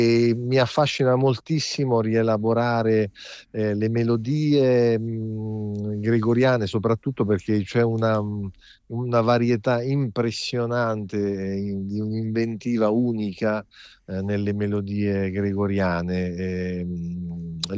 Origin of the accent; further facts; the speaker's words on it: Marche, Italy; ho tradito la mia patria marchigiana